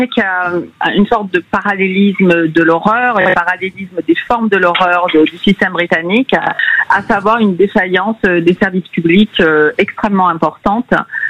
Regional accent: France; Moi, je suis française

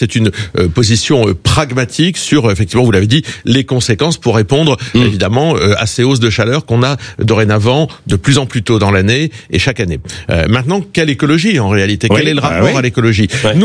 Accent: Hauts-de-France, France; born there; Je suis nordiste et picard de naissance

